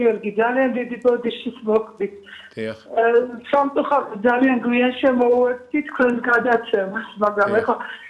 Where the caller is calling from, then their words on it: Rustavi, Kvemo Kartli, Georgia; მე мама კახაბერის მეუღლე გახლავართ რუსთავიდან.